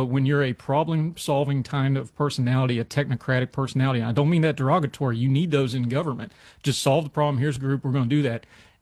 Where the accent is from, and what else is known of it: West Virginia, United States